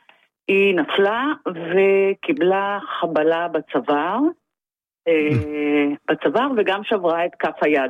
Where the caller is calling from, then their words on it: Tel Aviv, Tel Aviv District, Israel; אני מתל אביב